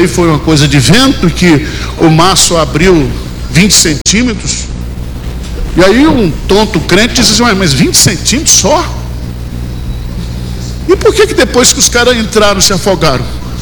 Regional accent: Bahia, Brazil; eu que sou baiano

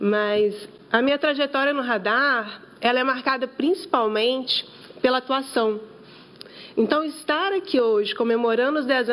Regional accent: Minas Gerais, Brazil; porque eu, como mineira, devo tudo a Minas. Foi onde eu nasci, onde eu cresci

